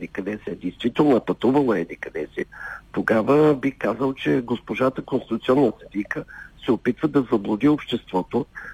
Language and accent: Bulgarian; Plovdiv, Plovdiv Province, Bulgaria; На такива хора в моята махала в Пловдив, аз съм израснал в центъра на Пловдив, им казваха типигьози.